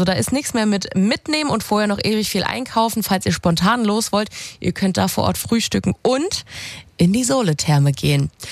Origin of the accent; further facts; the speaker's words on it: Saxony, Germany; einfach mal nach Bad Elster, das ist mehr oder weniger vor der Haustür und den sächsischen Tourismus als Sachse stärken, ist immer eine gute Idee.